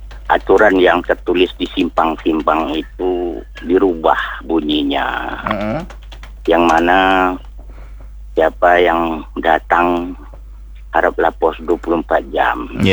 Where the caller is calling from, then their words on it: Tanjung Pinang, Riau Islands, Indonesia; Kita di Kota Tanjung Pinang ini